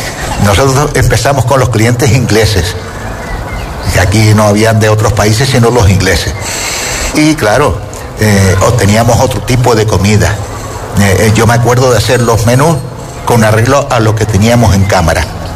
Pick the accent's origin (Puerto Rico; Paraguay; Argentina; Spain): Spain; Canary Islands; born there; Pero hombre, yo soy nacido en Gran Canaria, ¿no? Pero cuando he venido aquí al sur hace 45 años, ya mi mujer me dijo, dice, de aquí yo no me muevo.